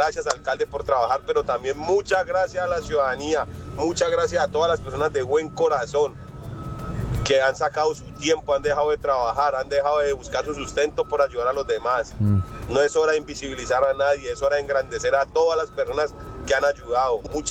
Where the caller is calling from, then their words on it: Cali, Valle del Cauca, Colombia; como caleños